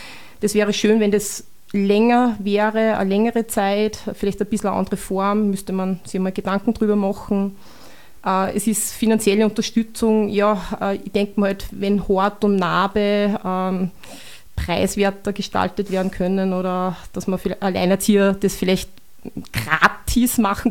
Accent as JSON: {"language": "German", "region": "Upper Austria", "country": "Austria", "lives_now": "Bad Ischl, Austria", "said": "Ich bin jetzt bald 48 Jahre alt. Ich komme ursprünglich nicht aus Bad Ischl, sondern Richtung Linz runter, wohne jetzt seit 3 Jahren da mit meiner Tochter."}